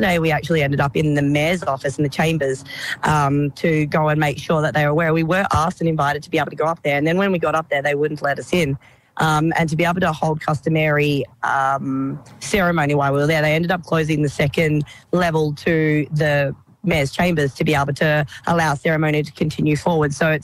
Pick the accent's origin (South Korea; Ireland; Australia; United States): Australia; Kalgoorlie, Western Australia; also born or lived in Perth; I was born on Gadigal country, taken back home to Kalgoorlie and into Perth, and grew up over those ways until I came over here recently about 9-10 years ago.